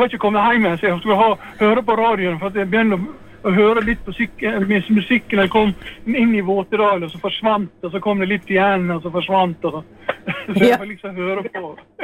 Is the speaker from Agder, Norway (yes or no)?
no; Volda, Møre og Romsdal, Norway; Jeg er jo født og oppvokst på Volda, da.